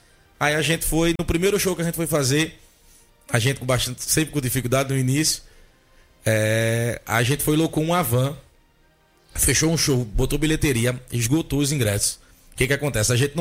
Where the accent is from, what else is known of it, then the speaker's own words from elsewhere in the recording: Sapé, Paraíba, Brazil; moved away as an adult; now in Mari, Brazil; sou natural de Sapé, nasci e me criei, canto desde os 16 anos.